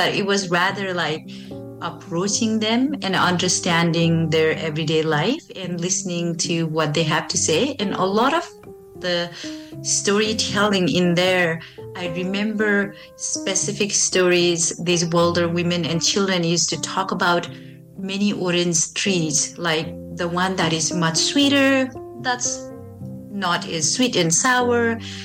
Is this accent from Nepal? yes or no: yes; Nepal; now in St. Albert, Canada